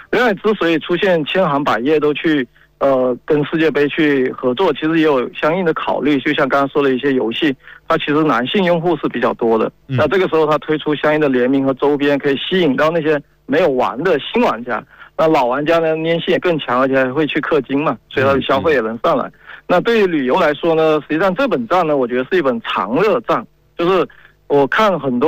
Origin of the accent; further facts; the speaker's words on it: Guangdong, China; 正好我是广东人，所以我对早茶是这个很有那个很亲切的啊。